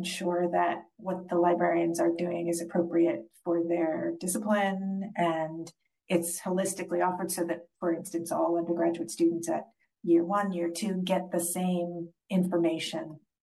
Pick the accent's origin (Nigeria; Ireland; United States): United States; California; moved away as an adult; now in England, United Kingdom